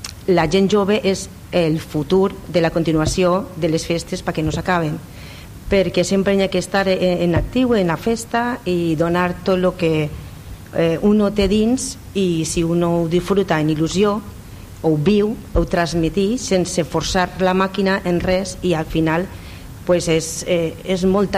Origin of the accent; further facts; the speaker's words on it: Bèlgida, Valencian Community, Spain; I van dir, pues, si som de Bèlgida, Bèlgidaves, perquè érem xiques